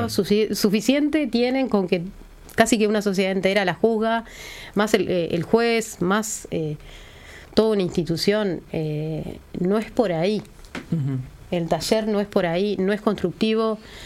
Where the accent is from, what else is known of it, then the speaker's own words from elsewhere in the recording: Argentina; born there; Yo me crié en el exilio con mi hermana. De hecho, nací en Argentina yo, ella nació en Suecia.